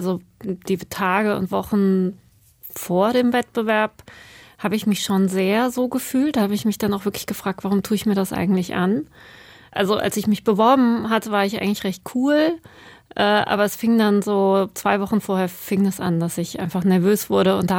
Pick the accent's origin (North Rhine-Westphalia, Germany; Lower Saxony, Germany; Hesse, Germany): North Rhine-Westphalia, Germany; Cologne; also born or lived in Iran; ich bin in Köln aufgewachsen und da zur Schule gegangen.